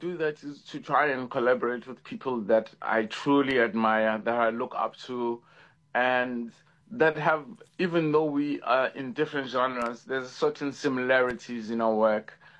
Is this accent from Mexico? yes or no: no; South Africa; I think I'm trying to live between the two countries and work as a South African artist, both in South Africa and also Paris.